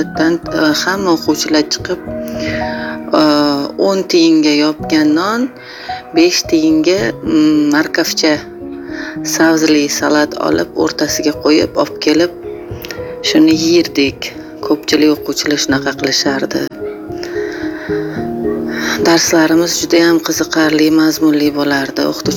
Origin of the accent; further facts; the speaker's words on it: Tashkent, Uzbekistan; born there; Oloy bozorining yonida joylashgan ixtisoslashgan 17-chi maktabda o'qiganman.